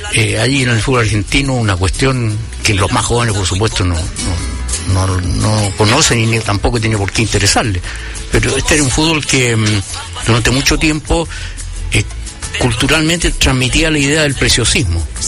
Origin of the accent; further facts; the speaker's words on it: Chile; No, pues yo soy chileno.